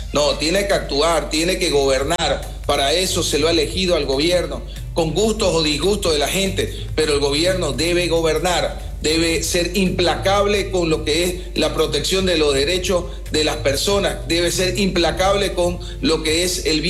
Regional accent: Bolivia; como pueblo boliviano, como ciudadanía

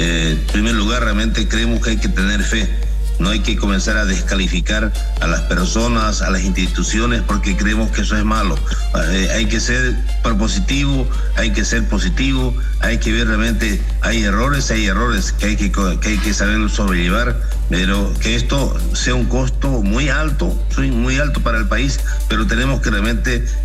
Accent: Bolivia; Los bolivianos somos así.

